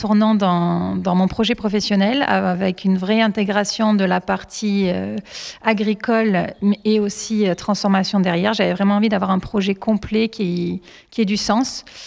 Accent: Montpellier, Occitanie, France; moi je suis montpelliéraine, j'ai grandi ici, même si mes origines sont avéronaises.

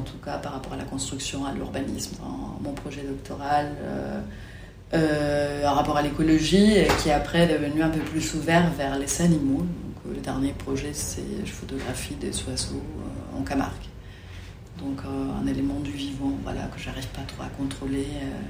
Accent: Ensenada, Baja California, Mexico; moved away; also born or lived in Mexico City; Moi je viens de Mexico, mais j'ai grandi dans une toute petite ville qui s'appelle Ensenada, donc pas loin de la frontière avec les États-Unis.

